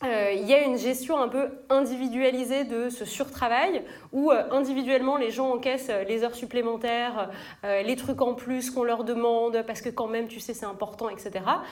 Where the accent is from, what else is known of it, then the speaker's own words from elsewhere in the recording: France; chez nous en France.